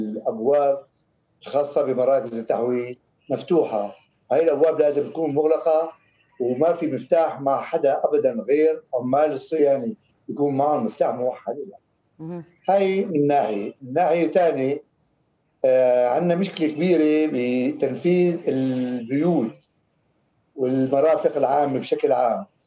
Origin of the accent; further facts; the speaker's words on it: Syria; عندنا بسوريا